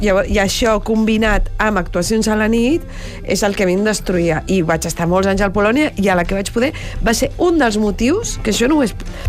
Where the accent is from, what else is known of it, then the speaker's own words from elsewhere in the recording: Catalonia, Spain; Som catalans